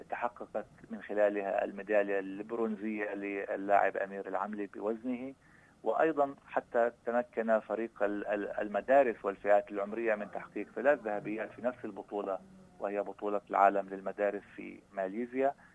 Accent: Palestine

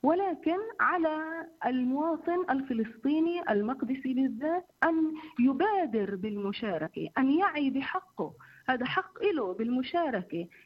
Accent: Palestine; now in Jerusalem; وأظن أنه بلادنا هي الوحيدة التي يغيب فيها المجلس التشريعي

